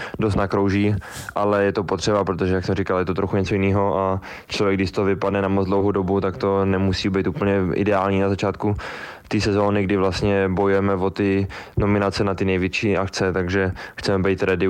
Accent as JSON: {"language": "Czech", "town": "Boží Dar", "region": "Karlovy Vary Region", "country": "Czechia", "said": "jak se říká, všechno dobře a doma nejlíp a u nás na Božím daru ty tratě jsou skvělý, takže já to tam absolutně miluju a tam se mi vždycky lyže nejlíp"}